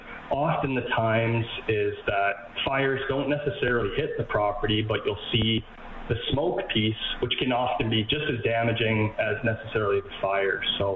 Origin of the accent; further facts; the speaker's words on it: Red Deer, Alberta, Canada; I was born and raised in Red Deer, right in between, you know, Calgary and Edmonton.